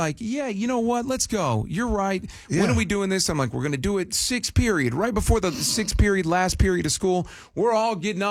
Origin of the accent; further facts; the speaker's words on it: Michigan, United States; I grew up in Michigan where it was, you know, it was cold.